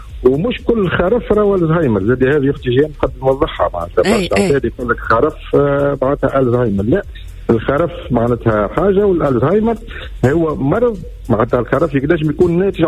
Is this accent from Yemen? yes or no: no; Tunisia; واحنا في الجمهورية التونسية